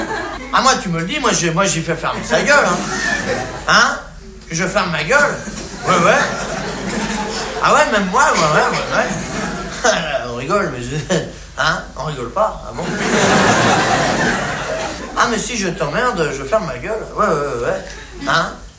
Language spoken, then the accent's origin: French; France; Ouais, bah, je suis bien placé, hein, je suis français.